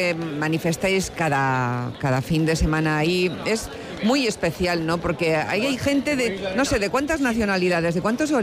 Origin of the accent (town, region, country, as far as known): Cádiz, Andalusia, Spain